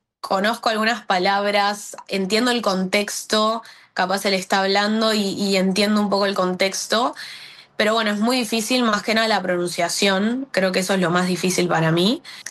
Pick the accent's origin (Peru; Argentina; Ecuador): Argentina